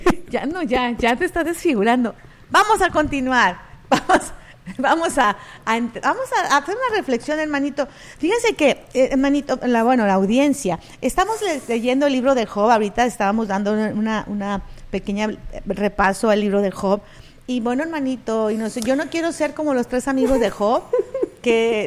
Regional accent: Monterrey, Nuevo León, Mexico; Sí, yo soy de Monterrey, bellísima.

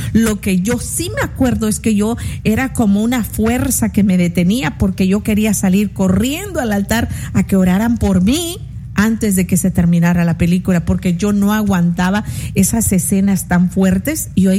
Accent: El Salvador; Y yo recuerdo en una de esas festividades al aire libre en mi país, El Salvador, me acuerdo que estábamos debajo de muchos árboles de mangos.

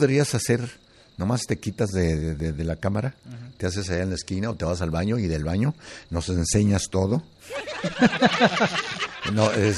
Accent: Tlaltenango, Zacatecas, Mexico; now in United States; yo que soy de Zacatecas, pues no digo soy de Zacatecas capital, soy de un pueblo que se llama Tlaltenango.

